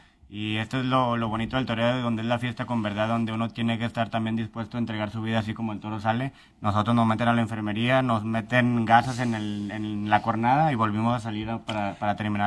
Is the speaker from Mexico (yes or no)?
yes; Monterrey, Nuevo León, Mexico; moved away; ahora regresar a mi tierra me hace demasiada ilusión.